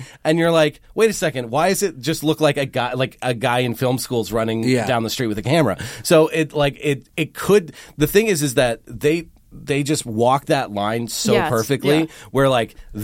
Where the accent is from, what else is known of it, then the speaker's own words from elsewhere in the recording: Canada; I'm Canadian.